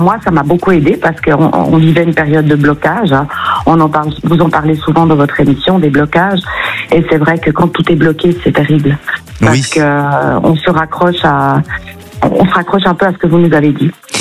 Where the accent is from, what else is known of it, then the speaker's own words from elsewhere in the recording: Switzerland; now in France; Je viens de Suisse, moi, donc j'ai quitté la Suisse pour m'installer dans le Gers, il y a environ maintenant 7 ans.